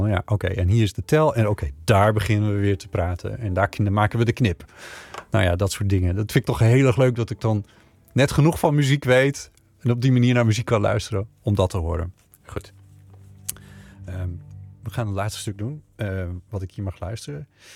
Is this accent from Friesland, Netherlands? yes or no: yes; Friesland, Netherlands; vroeger toen ik klein was in Friesland op een boerderij woonde.